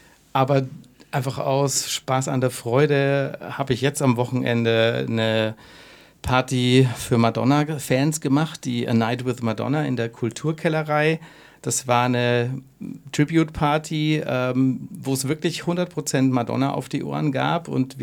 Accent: Fürth, Bavaria, Germany; born or raised there; now in Nuremberg, Germany

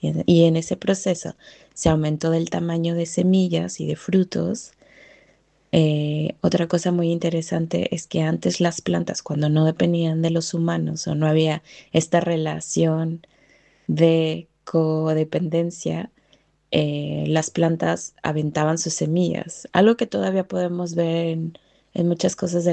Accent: Mexico; Y digo, es el ejemplo que les doy porque soy mexicana y es como el que tengo más presente.

